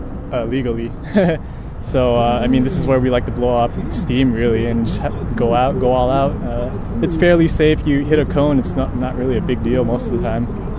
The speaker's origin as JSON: {"language": "English", "town": "Kaneohe", "region": "Hawaii", "country": "United States", "said": "I'm from Kaneohe."}